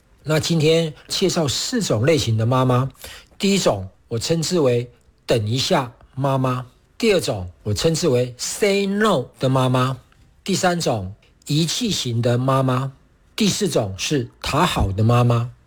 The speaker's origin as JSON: {"language": "Chinese", "country": "Taiwan", "said": "也是结构式游戏治疗的创始人，游戏式教养的倡导者"}